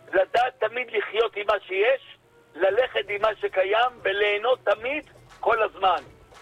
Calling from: Holon, Tel Aviv District, Israel

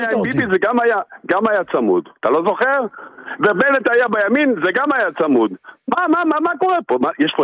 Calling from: Tel Aviv, Tel Aviv District, Israel; תל אביב, תל אביב.

